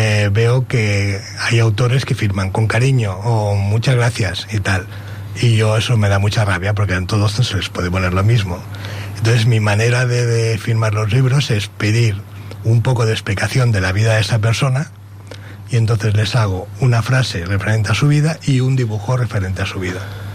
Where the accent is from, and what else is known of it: Catalonia, Spain